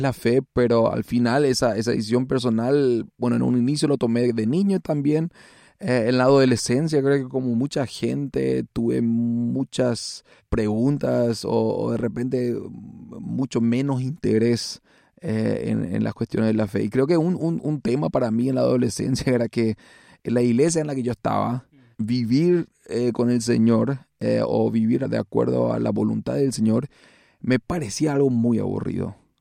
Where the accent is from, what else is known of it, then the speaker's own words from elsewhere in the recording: Asunción, Paraguay; Yo nací, me crié en Asunción por gran parte de mi vida. Yo soy asunceno de Paraguay.